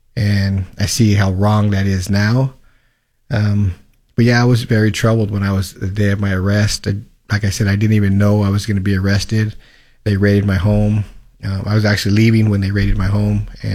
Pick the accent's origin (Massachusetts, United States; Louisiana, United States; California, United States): California, United States; Colton; I grew up in Colton, California, a small town north of here.